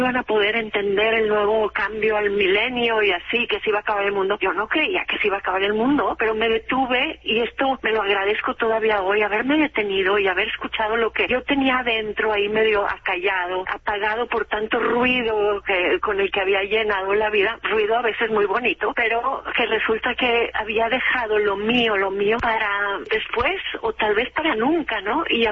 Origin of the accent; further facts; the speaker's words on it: Monterrey, Nuevo León, Mexico; si yo soy de Monterrey y escribo desde Monterrey